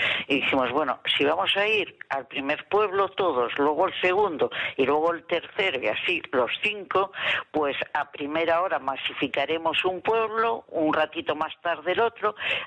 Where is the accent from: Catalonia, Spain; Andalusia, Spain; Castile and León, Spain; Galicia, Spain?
Galicia, Spain; yo soy gallega, me recordó mucho a mi tierra